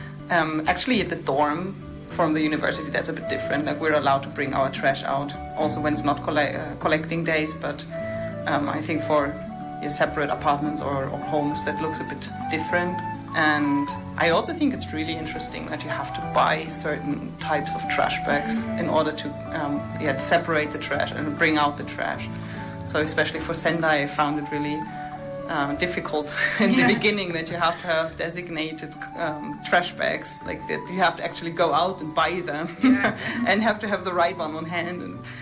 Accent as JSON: {"language": "English", "country": "Germany", "second_language": "English", "said": "I'm from Germany."}